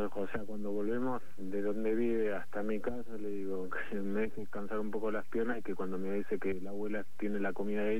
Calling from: Mar del Plata, Buenos Aires Province, Argentina; de Mar del Plata.

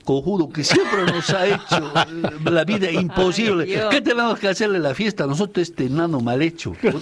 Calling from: Bolivia

